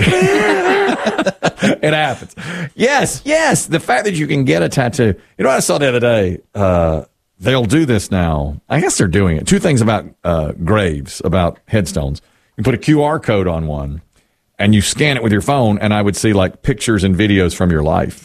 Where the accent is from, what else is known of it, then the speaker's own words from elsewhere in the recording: Asheboro, North Carolina, United States; And I was like, I'm from Asheboro. We didn't have, I had nothing like that.